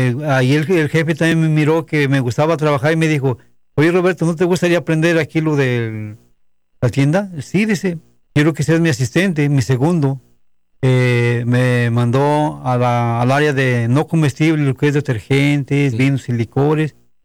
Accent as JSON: {"language": "Spanish", "town": "Acuitlapilco", "country": "Mexico", "tie": "born or raised there", "also_born_or_lived": "Mexico City", "moved": "as an adult", "lives_now": "United States", "said": "me voy para mi pueblo, para Acuitlapilco, pero no me vine luego, sino que me quedé 3 años allá."}